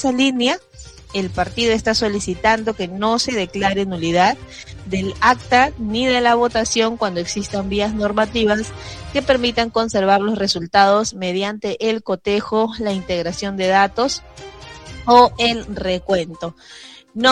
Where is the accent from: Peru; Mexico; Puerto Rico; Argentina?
Peru